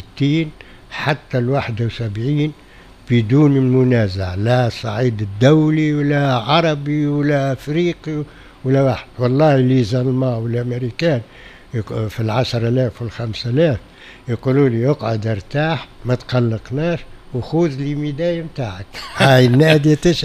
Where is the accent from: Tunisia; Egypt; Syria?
Tunisia; عندنا في تونس